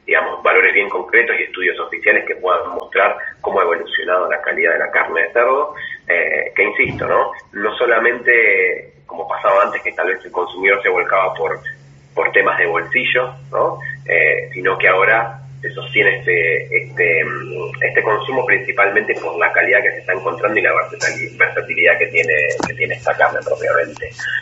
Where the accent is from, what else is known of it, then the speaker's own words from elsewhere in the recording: Argentina; nosotros, que en Argentina